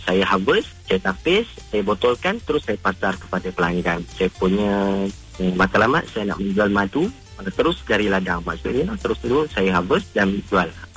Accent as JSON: {"language": "Malay", "area": "Kampung Sedim", "region": "Kedah", "country": "Malaysia", "tie": "born or raised there", "said": "dekat Kedah, dekat kampung halaman saya, iaitu di Kampung Sedim, Pulim Kedah"}